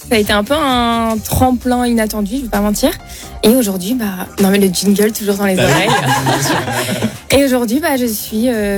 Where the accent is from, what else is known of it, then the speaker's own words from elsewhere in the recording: Belgium; Ah bah, attends, je suis belge quand même.